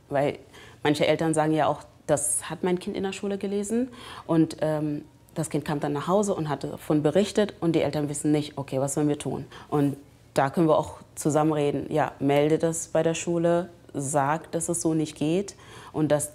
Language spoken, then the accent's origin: German; Gambia; German is a second language; now in Germany; Ich bin auch nicht hier aufgewachsen. Ich bin in Gambia geboren und aufgewachsen.